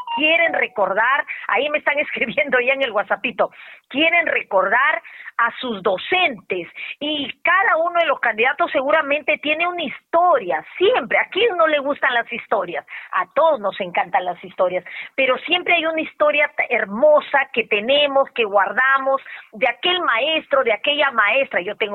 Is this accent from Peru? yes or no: yes; Peru